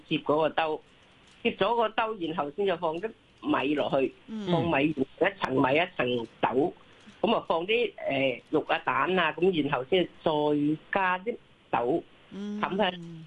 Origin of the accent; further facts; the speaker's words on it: Zhongshan, Guangdong, China; 咁我試過有一個即係我哋係中山人嚟嘅